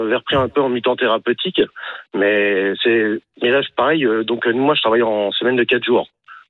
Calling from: Caen, Normandy, France; je suis à Caen.

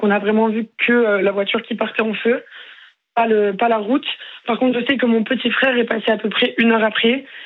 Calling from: Toulouse, Occitanie, France; moi j'habite à Toulouse.

